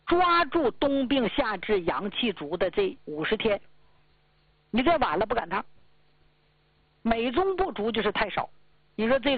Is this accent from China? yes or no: yes; Northeast China, China; born there; 而且咱们家乡所处的东北地区还是落后啊，工资低，地还不值钱